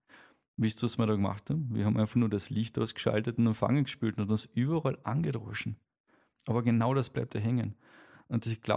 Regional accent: Villach, Carinthia, Austria; born there; Also meine Karriere beginnt klassisch bei meiner Geburt in Villach.

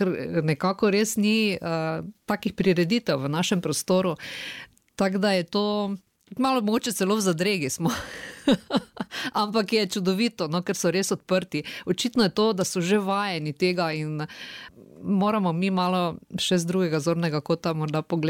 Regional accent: Šentilj, Drava, Slovenia; ker od tam, odkudre prihajam iz Šentilja, nekako nimamo teh niti dvojezičnih kakšnih sodelovanj, niti se v osnovni šoli naša generacija ni učila nemško.

